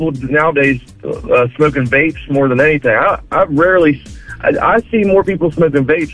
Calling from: Fairmont, West Virginia, United States; I'm calling from Fairmont.

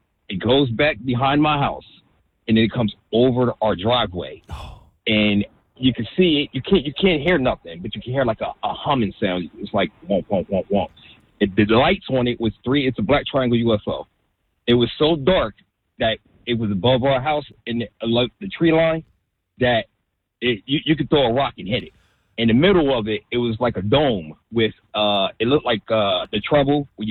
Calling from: Trenton, New Jersey, United States; I'm not from Riverside, I'm from Trent.

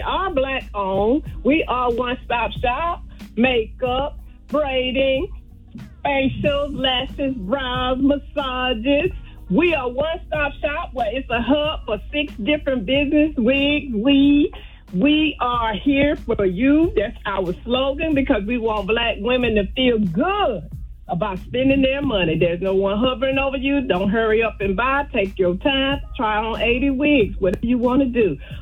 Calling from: Riverdale, Georgia, United States; calling from Riverdale, Georgia.

